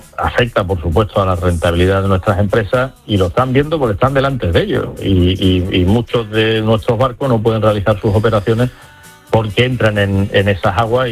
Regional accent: Spain

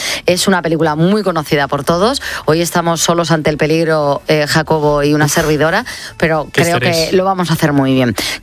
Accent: Madrid, Community of Madrid, Spain; Porque yo soy de Madrid, soy un poco de secano, yeah.

